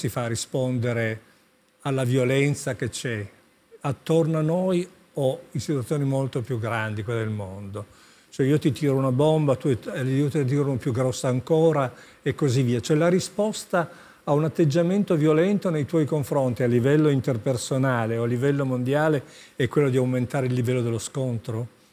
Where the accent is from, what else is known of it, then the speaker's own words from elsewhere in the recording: Turin, Piedmont, Italy; siamo torinesi